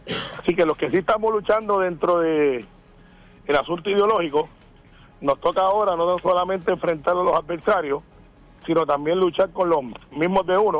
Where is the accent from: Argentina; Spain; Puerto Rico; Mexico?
Puerto Rico; al igual que muchos puertorriqueños, yo escogí el partido del que yo milito.